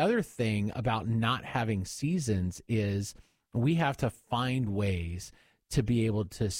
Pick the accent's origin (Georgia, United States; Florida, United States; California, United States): Florida, United States; here I grew up in Florida, so it's like there are no seasons.